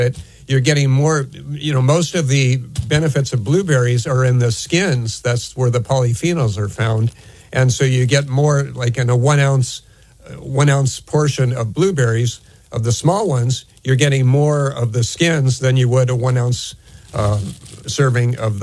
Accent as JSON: {"language": "English", "region": "Hawaii", "country": "United States", "tie": "born or raised there", "said": "I grew up in Hawaii, and actually I knew one of the prime researchers."}